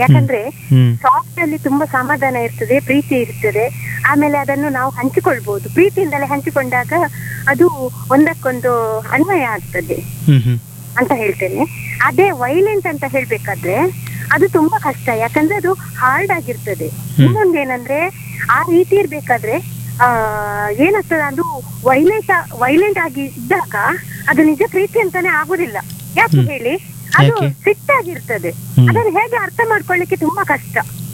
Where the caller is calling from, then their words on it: Karkala, Karnataka, India; ಕಾರ್ಕಳದಿಂದ.